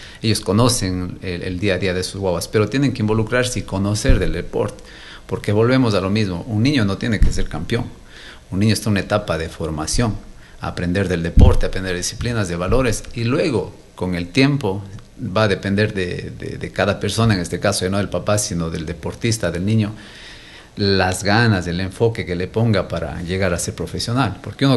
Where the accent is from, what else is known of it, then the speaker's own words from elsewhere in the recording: Gualaquiza, Morona Santiago, Ecuador; yo soy de Gualaquiza.